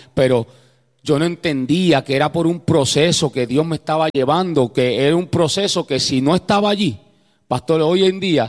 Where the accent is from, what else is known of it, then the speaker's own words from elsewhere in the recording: Puerto Rico; moved away; llegué al barrio donde yo me crié en Puerto Rico